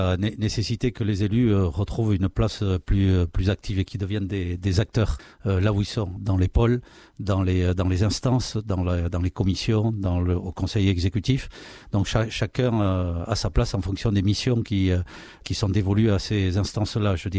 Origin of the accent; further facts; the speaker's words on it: Saint-Pierre-d'Irube, Nouvelle-Aquitaine, France; mes origines sont en Pays Basque intérieur, même si moi j'ai grandi et évolué à Saint-Pierre-des-Rubes. Hein, donc sur la côte, même si à Saint-Pierre-des-Rubes, on a l'habitude de dire qu'on n'est pas de la côte, hein, mais vu de l'intérieur et de Mauléon, on est plus sur la côte